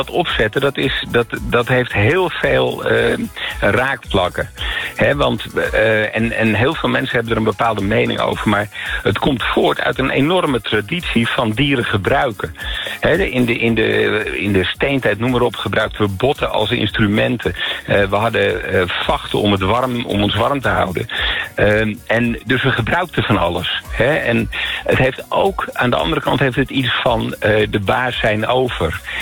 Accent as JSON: {"language": "Dutch", "town": "Amsterdam", "region": "North Holland", "country": "Netherlands", "moved": "as an adult", "lives_now": "North Holland, Netherlands", "said": "Nou, ik kom wel uit Amsterdam. Ik woon nu in Noord-Holland"}